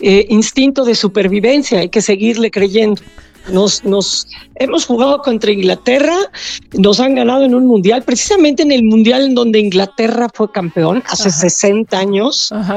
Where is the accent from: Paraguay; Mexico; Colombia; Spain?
Mexico; Pero si de algún lugar somos los mexicanos, es de la sufridera.